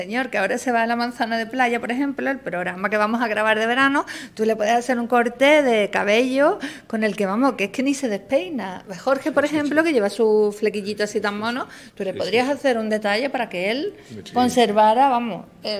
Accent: Seville, Andalusia, Spain; yo soy sevillana

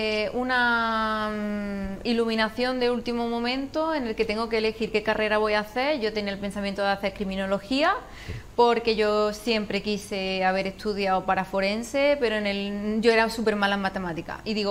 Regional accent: Córdoba, Andalusia, Spain; moved away as an adult; also born or lived in Málaga; 4 años en Málaga, obviamente. Yo soy de Córdoba

